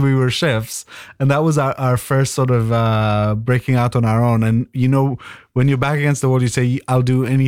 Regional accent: Israel; moved away; we're both from Israel

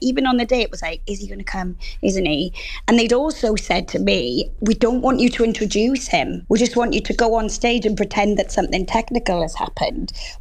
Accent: Wales, United Kingdom; moved away as an adult; now in North East England; Sort of growing up in South Wales

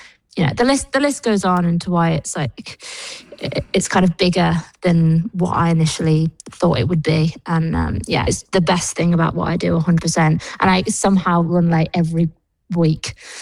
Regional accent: North West England, United Kingdom; I grew up like in Cheshire way, and I remember my mum used to take me to Knutsford, where all like the posher area

